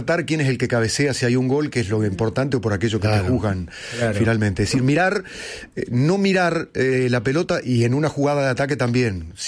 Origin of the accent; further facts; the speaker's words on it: Cardona, Soriano, Uruguay; Cardona, en Uruguay.